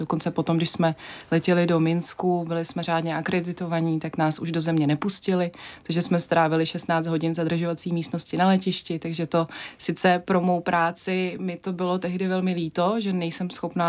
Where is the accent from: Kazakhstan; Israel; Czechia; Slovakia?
Kazakhstan; first language Russian; Czech is a second language; moved away; jsem původem z Kazachstánu, že jsem rodila vlastně ruskojazyčná, že ukrajinsky nemluvím, i když rozumím